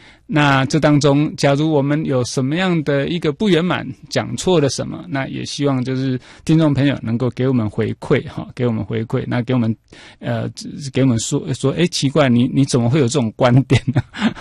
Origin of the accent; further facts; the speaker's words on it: Taiwan; 那我们台湾人是不用训练的，台湾如果是当总机不用训练的。